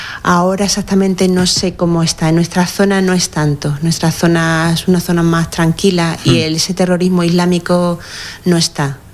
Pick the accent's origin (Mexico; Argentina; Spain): Spain; Monesterio, Extremadura; now in Philippines; recibí una ayuda bastante importante de la diócesis de Mérida Badajoz, de mi pueblo, de monasterio también.